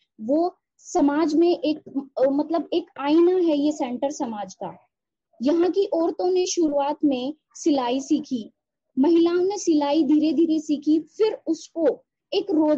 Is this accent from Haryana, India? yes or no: yes; Sonipat, Haryana, India; moved away as an adult; now in Jhajjar, India; Ma'am मैं सोनीपत से हूँ, मैंने बीए बीएड किया हुआ है, और मैम मेरी शादी यहाँ पे हुई 2012 में मेरी शादी हुई।